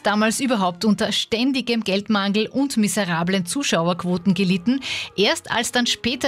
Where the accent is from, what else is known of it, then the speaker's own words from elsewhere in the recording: Austria; Bei uns in Österreich ist Raumschiff Enterprise ab den 70ern zu sehen gewesen.